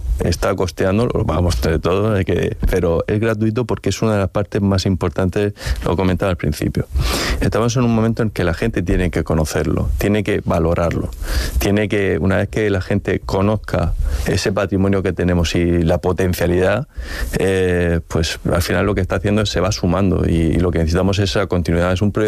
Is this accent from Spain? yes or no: yes; Monteagudo, Spain; yo soy de allí, de Monteagudo, soy del pueblecito de La Cueva